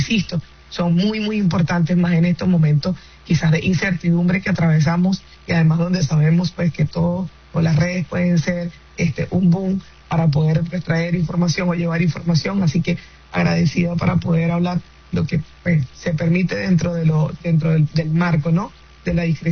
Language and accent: Spanish; Zulia, Venezuela